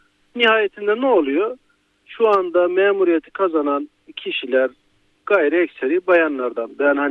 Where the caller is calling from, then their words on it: Izmir, İzmir, Turkey; İzmir'den katılıyorum.